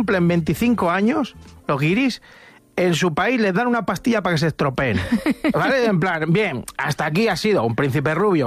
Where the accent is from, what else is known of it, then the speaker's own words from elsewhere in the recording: Galicia, Spain; En alguna zona, en la zona de Ourense también, pero es que soy gallego yo.